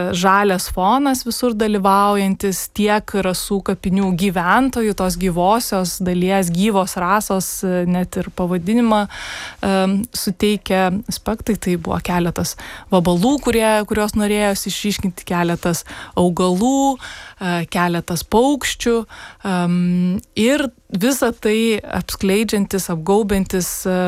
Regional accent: Kaunas, Kaunas County, Lithuania; aš nesu iš Vilniaus, aš esu iš Kauno ir šeimos istorijos Vilniuje yra labai nedaug

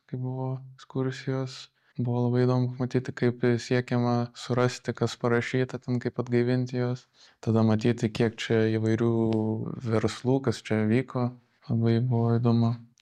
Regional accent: Kaunas, Kaunas County, Lithuania; Aš esu iš Kauno, esu baigęs Vilniaus dailės akademiją Kauno fakultetą, bakalauro ir magistro studijas.

